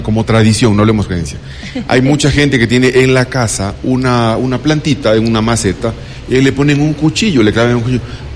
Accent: Cuenca, Azuay, Ecuador; now in Quito, Ecuador; yo vengo de Cuenca, soy un cuencano viviendo en Quito

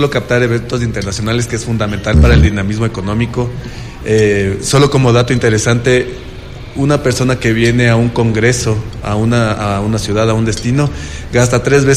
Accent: Ecuador

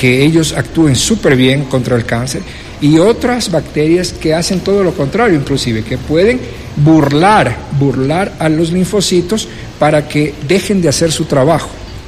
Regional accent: Guayaquil, Guayas, Ecuador; now in Quito, Ecuador; yo soy de Guayaquil, yo cuando llegué a Quito

